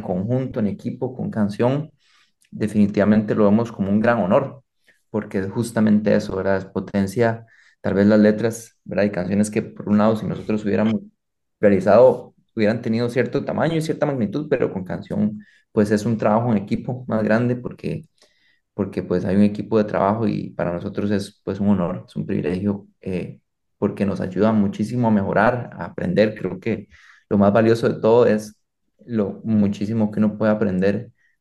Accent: Costa Rica; es hasta simbólico para nosotros como costarricenses

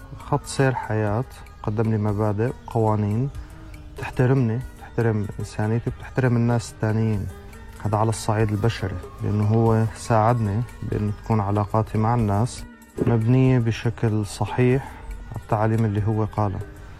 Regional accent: Syria; نحن كسوريين مرينا بألام كتير كبيرة جراء الهجرة والحرب والنزوح

